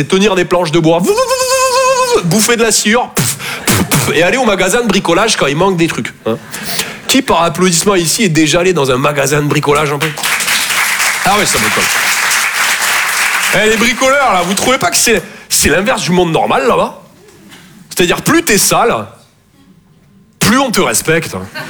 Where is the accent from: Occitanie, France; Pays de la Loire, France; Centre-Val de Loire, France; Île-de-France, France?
Occitanie, France; Toulouse; Je viens de Toulouse, à la base. Ouais, ça s'entend un peu, ouais.